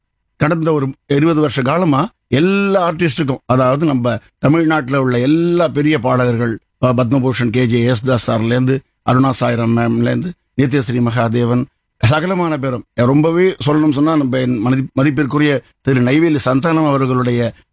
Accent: Tiruchirappalli, Tamil Nadu, India; என்னுடைய சொந்த ஊர் திருச்சி.

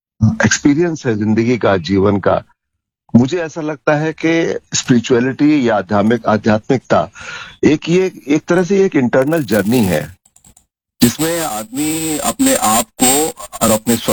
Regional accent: Pune, Maharashtra, India; मैं दर्शकों को बता दूं, सुनने वालों को बता दूं कि मैं पूना से हूं और मैं एक मैकेनिकल इंजीनियर हूं

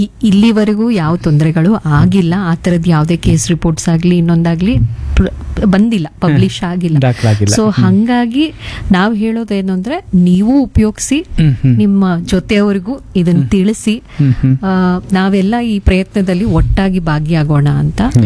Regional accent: Karnataka, India

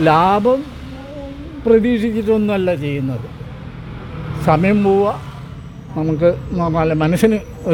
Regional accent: Kannur, Kerala, India; moved away as an adult; കണ്ണൂർ അളവിൽ.

